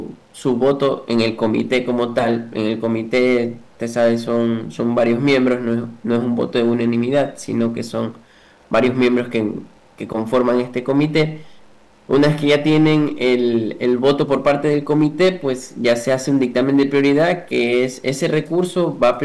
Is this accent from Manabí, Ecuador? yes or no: yes; Manabí, Ecuador; yo, que soy manabita